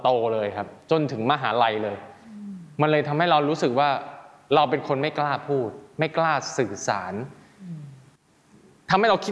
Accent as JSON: {"language": "Thai", "region": "Isan", "country": "Thailand", "said": "เราเป็นคนอีสานเราก็พูดอีสานไปเลย"}